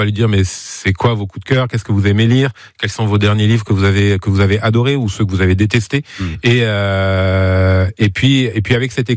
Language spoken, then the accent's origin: French; Nuillé-sur-Vicoin, Pays de la Loire, France; moved away as an adult; now in Laval, France; Moi, je suis originaire de Nuillé-sur-Vicoin.